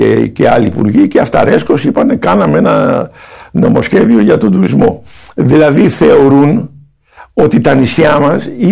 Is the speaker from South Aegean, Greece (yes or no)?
yes; Iraklia, South Aegean, Greece; Δηλαδή στο νησί μου, στην Ηρακλιά